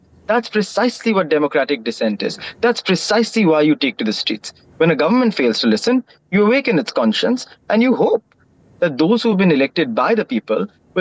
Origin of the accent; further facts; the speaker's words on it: India; We're protesting as Indian citizens, right?